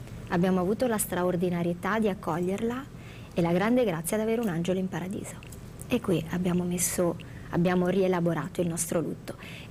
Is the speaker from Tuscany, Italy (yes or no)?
no; Castelfidardo, Marche, Italy